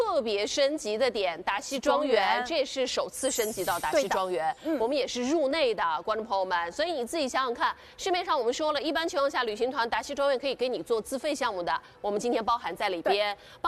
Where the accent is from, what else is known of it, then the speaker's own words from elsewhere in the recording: Shanghai, China; 其实说到英国的话，对于咱们上海人来说的话，非常的熟悉，也且非常的喜爱。